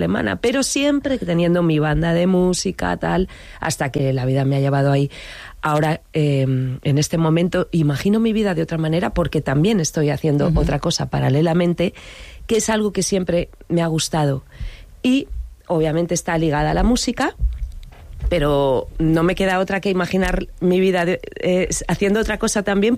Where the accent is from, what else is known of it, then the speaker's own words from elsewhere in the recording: Segovia, Castile and León, Spain; also born or lived in Valles Pasiegos; now in Cantabria, Spain; Nací en Segovia y pues una infancia, la verdad, que la recuerdo bonita. Es una ciudad pequeñita, entonces es como todo está cerca.